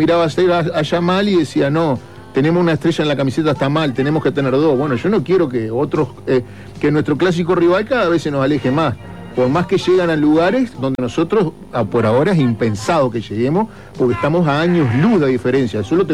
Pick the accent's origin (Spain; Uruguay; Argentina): Uruguay